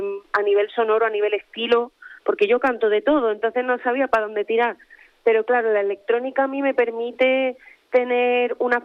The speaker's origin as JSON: {"language": "Spanish", "region": "Andalusia", "country": "Spain", "said": "siendo andaluz y viviendo aquí en la provincia de Cádiz"}